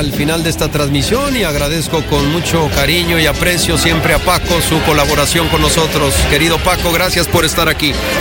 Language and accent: Spanish; Guadalajara, Jalisco, Mexico; torero jalisciense de Guadalajara, mi tierra.